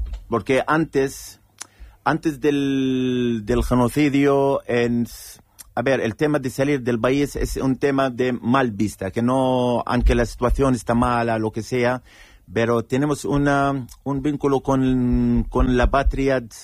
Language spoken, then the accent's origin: Spanish; Bethlehem, West Bank, Palestine; Yo soy de Belén, por ejemplo.